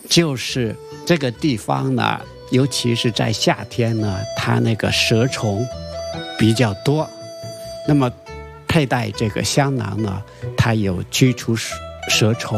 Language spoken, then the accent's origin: Chinese; Fujian, China; 就我老家，大家知道福建呢简称闽